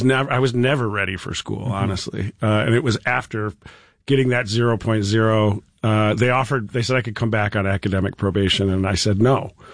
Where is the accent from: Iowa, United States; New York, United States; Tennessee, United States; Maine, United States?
New York, United States; Homer; Yeah. So I grew up in Homer.